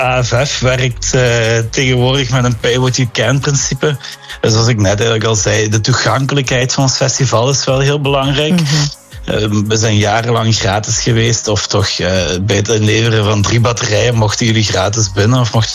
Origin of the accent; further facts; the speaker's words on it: Limburg, Belgium; Zeker als Limburger